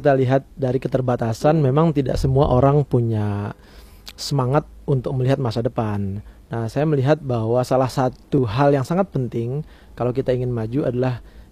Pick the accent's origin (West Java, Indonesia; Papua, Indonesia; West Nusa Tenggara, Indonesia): West Nusa Tenggara, Indonesia; Sumbawa Island; moved away as an adult; also born or lived in Java; now in Maluku, Indonesia; saya aslinya bukan dari Jawa tetapi dari Pulau Sumbawa, Nusa Tenggara Barat.